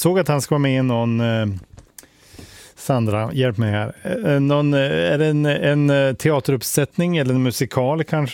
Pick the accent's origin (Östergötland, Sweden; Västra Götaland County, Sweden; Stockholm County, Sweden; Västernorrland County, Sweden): Västernorrland County, Sweden; Resele; Jag bodde ju i obygdan, liksom. Jag är ju uppväxt i Resel utanför Sollefteå